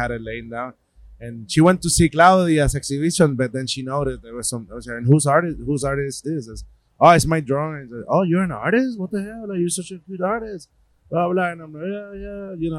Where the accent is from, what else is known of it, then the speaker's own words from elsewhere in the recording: Puerto Rico; born there; moved away as an adult; also born or lived in New York; My dad was born in the Bronx. And but I was born in Puerto Rico, and when I moved to New York, I lived with my grandmother.